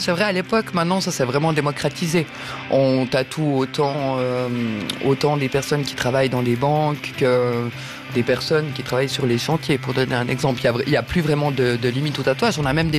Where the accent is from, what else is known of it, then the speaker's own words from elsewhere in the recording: Fribourg, Switzerland; moved away as an adult; now in Vaud, Switzerland; je viens de la Gruyère.